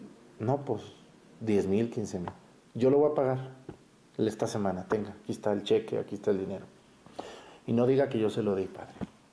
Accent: Mexticacán, Jalisco, Mexico; moved away; Y les invito a mi pueblo, a Mestigacán.

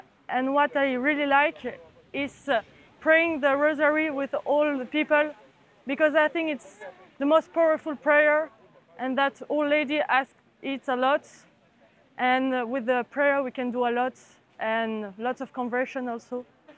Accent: Belgium; English is a second language; I come from Belgium.

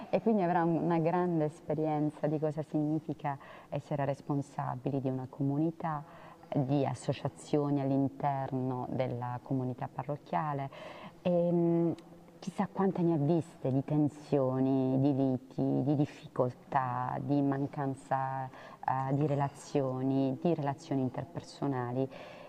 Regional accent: Sicily, Italy; Sono una siciliana

